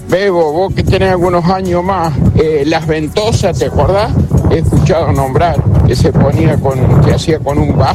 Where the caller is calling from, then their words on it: Córdoba, Argentina; desde Isaló, sur de Córdoba.